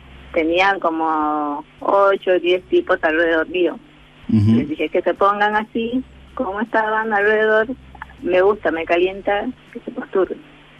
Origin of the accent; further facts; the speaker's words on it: Buenos Aires, Argentina; born there; yo soy de Buenos Aires. De familiares papás bolivianos.